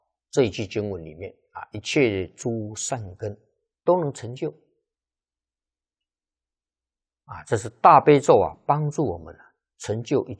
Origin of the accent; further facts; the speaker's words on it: China; 那我们中国人习惯了用善恶，不用黑白。